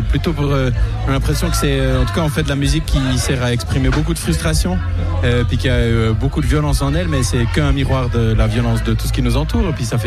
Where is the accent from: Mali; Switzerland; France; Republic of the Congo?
Switzerland; La Chaux-de-Fonds, Neuchâtel; En fait, on est tous de la Chaux-de-Fonds. C'est vrai, on habite tous à la Chaux-de-Fonds. Et puis, on est des vieux amis, en fait, quoi. C'est en Suisse.